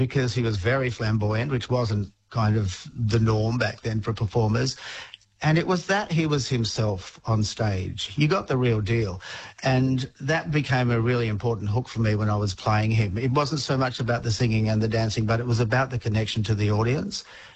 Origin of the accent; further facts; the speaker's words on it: Perth, Scotland, United Kingdom; My mum got some tickets given to her by a friend at the box office at the Perth Concert Hall, because we're from Perth